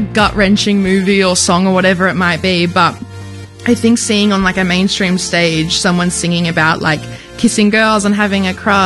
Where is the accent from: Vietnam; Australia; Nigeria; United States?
Australia; Blairgowrie, Victoria; Down on the Mornington Peninsula.